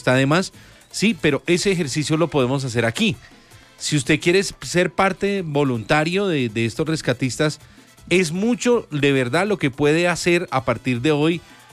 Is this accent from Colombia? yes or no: yes; Colombia